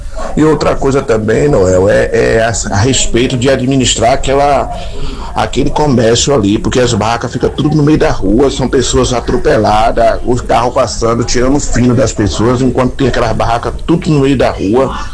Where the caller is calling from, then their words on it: Salvador, Bahia, Brazil; do bairro de Paripe.